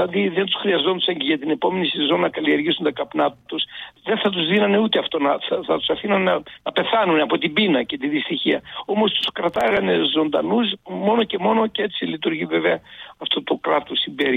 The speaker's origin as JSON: {"language": "Greek", "country": "Greece", "tie": "born there", "said": "Εγώ γεννήθηκα εκεί λοιπόν, στην Ετωράχια Λασσόνας, εκεί όμως γεννήθηκαν και οι γονείς μου."}